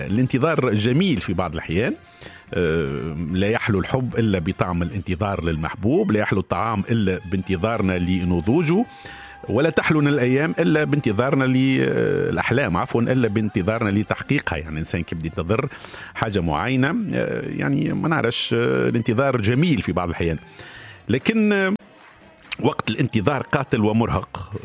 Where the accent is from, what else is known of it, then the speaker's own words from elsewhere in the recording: Tunisia; accent: Tunisian dialect; احنا نقوله نستنى بلهجتنا التونسية.